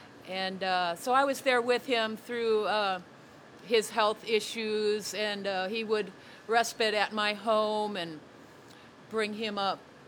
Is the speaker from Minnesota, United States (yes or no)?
yes; Minnesota, United States; moved away; That's why I stay here. I'm originally from Minnesota. But I knew when I came here and they were fighting for the airport and boycotting the mall that I was in the right place.